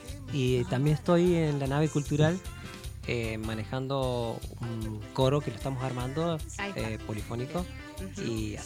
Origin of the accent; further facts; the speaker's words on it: San Luis, Argentina; born there; also born or lived in Río Cuarto; Tuvimos un tiempito en Río Cuarto. Bueno, yo nací en San Luis. Y mis abuelos estaban acá.